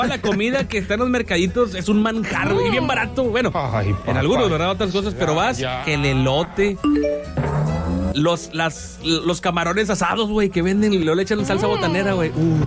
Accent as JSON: {"language": "Spanish", "country": "Mexico", "said": "Así somos bien, los mexicanos, güey."}